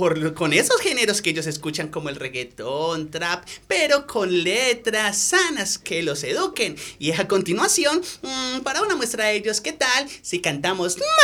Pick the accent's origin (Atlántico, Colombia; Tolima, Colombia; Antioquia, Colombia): Antioquia, Colombia; Claro que sí, antioqueño